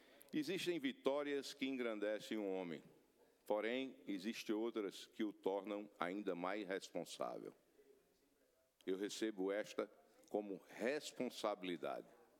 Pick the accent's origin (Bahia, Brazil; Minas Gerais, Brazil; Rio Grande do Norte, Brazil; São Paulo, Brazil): Rio Grande do Norte, Brazil; E ao Rio Grande do Norte, minha terra, minha história